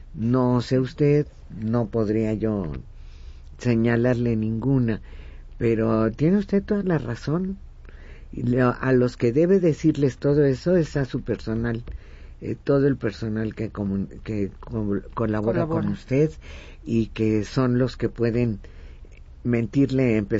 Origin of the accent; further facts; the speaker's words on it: Mexico; Qué auténticos somos los mexicanos